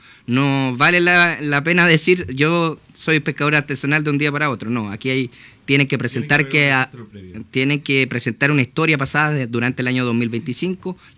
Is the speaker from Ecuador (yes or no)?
no; Osorno, Los Lagos, Chile; moved away; Un gusto estar por acá, en Osorno. Siempre que piso mi ciudad natal me pongo contento